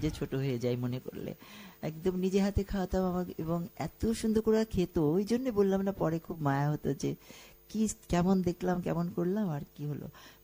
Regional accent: Dhaka, Dhaka Division, Bangladesh; আমরা ইস্কাটন গার্ডেন কলোনিতে মানুষ হয়েছি

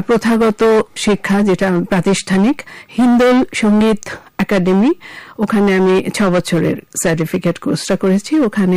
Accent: Dhaka, Dhaka Division, Bangladesh; আমার জন্ম ঢাকাতেই, আমি শান্তিনগরে আমাদের বাসা, ওখানে আমার জন্ম হয়েছিল, ওখানে আমি বড় হয়েছি, স্কুলে পড়েছি, তারপরে হোলি ক্রস কলেজে পড়েছি

